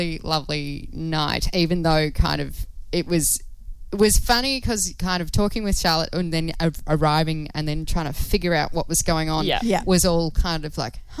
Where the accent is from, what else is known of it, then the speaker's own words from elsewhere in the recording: Darwin, Northern Territory, Australia; You're down I'm down from Darwin, blah, blah, blah.